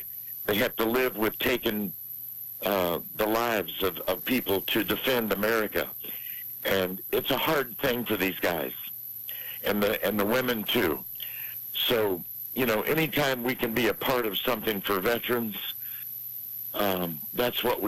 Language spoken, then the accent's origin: English; Kentucky, United States; now in North Carolina, United States; I'm looking forward to this show in Kentucky, going to my home state. I live in North Carolina, in the mountains, the foothills of the Appalachian chain.